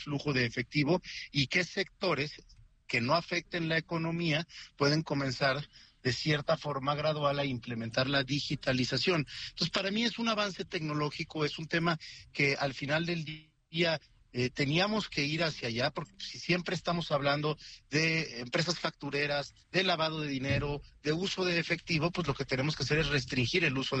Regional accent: Oaxaca, Mexico; Yo soy de Oaxaca. En Oaxaca hay miles de comunidades que se encuentran un tanto aisladas y que es difícil que tengan acceso al internet y a muchos servicios que tienen que ver con tecnología.

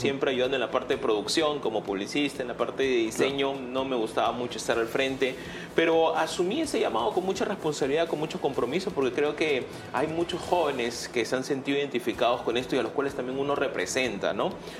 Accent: Lima, Peru; also born or lived in San Luis de Cañete; Mi mamá llegó con 2 niños, yo tenía 5 años, mi hermana tenía 4. Y bueno, crecí en Villa El Salvador, en medio de muchas carencias, muchas dificultades.

